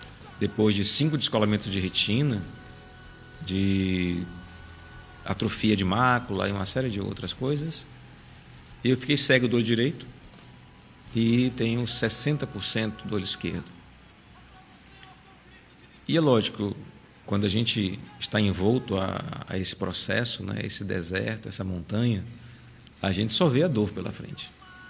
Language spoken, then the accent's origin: Portuguese; Manaus, Amazonas, Brazil; moved away as an adult; now in Boa Vista, Brazil; Como eu sou de Manaus também, ficava muito mais próximo da minha família.